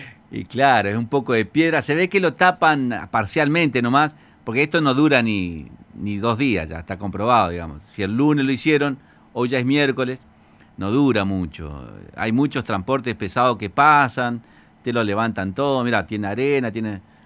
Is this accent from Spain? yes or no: no; Santa Fe Province, Santa Fe, Argentina; también somos santafesinos